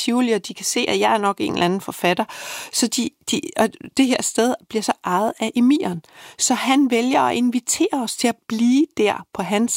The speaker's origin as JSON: {"language": "Danish", "town": "Haslev", "region": "Zealand", "country": "Denmark", "tie": "born or raised there", "moved": "yes", "said": "at komme fra Haslev og Køgeområdet"}